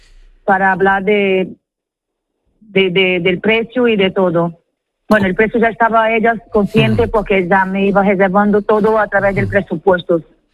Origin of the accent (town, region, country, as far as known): São Luís, Maranhão, Brazil; born or raised there; now in Spain